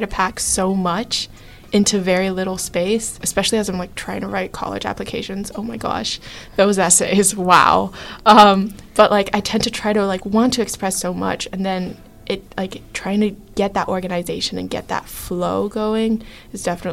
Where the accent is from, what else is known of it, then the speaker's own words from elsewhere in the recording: China; I'm like half Asian, half white, and I grew up in China.